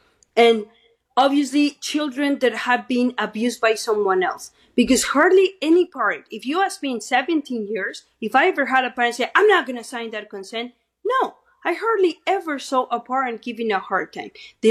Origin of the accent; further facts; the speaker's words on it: Arizona, United States; even my home state, Arizona